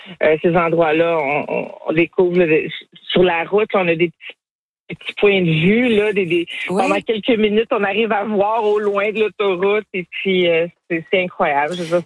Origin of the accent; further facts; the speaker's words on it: Quebec, Canada; c'est pas tellement loin de chez nous au Québec, là.